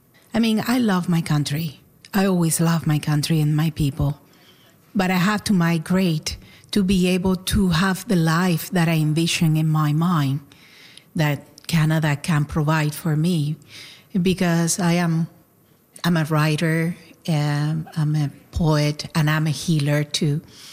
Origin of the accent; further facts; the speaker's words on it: Guanabacoa, Havana, Cuba; English is a second language; moved away as an adult; I was born in Guanabacoa, Havana, Cuba. I left like about 20, 21 years old. So I have friends that I left, very close friends. We grew up together, we went to college together.